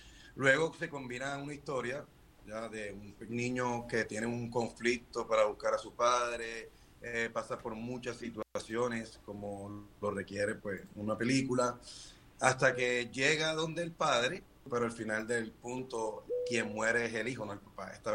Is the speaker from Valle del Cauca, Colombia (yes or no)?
no; Barranquilla, Atlántico, Colombia; yo soy barranquillero, pero represento Barranquilla por el equipo barranquillero